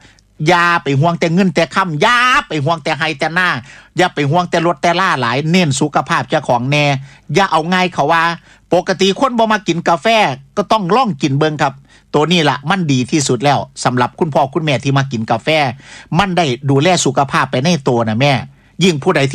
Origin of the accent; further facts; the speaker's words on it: Isan, Thailand; accent: Isan; ก็ต้องฉุดคิดนะว่าเราเนี่ยพูดภาษาอีสานพี่น้องทางภาคใต้ฟังก็ไม่ค่อยรู้เรื่อง